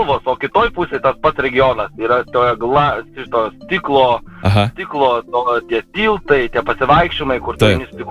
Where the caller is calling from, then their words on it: Vilnius, Vilnius County, Lithuania; Iš Vilniaus.